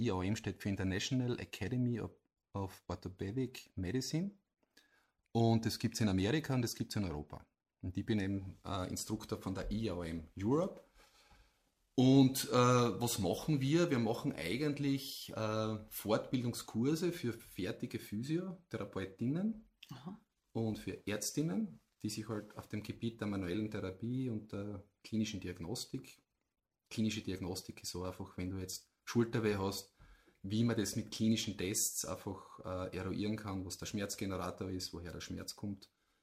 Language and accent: German; Eibiswald, Styria, Austria; ich komme aus Eibiswald